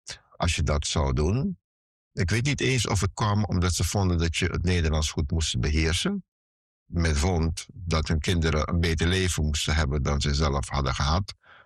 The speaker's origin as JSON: {"language": "Dutch", "country": "Suriname", "tie": "born or raised there", "said": "Ik ben in Suriname geboren en getogen."}